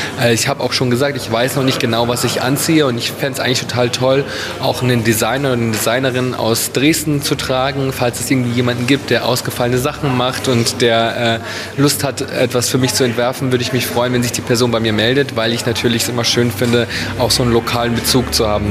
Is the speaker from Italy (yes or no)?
yes; Italy; dass ich so ein bisschen mein Heimatland Italien vertreten kann.